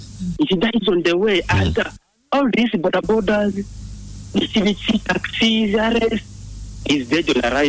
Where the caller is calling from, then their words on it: Kampala, Central Region, Uganda; I'm calling from Bukoto.